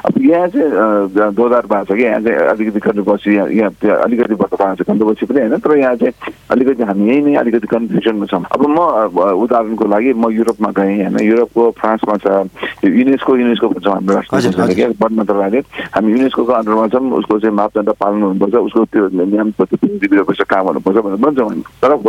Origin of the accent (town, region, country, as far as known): Khumbu, Koshi Province, Nepal; born there